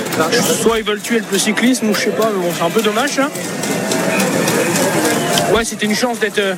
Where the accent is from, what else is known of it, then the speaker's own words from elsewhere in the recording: France; c'est une chance incroyable de pouvoir faire ça sur le Tour de France en tant que Français.